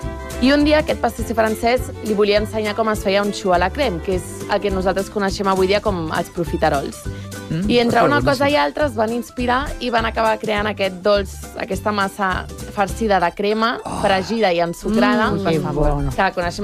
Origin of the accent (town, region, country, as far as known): Barcelona, Catalonia, Spain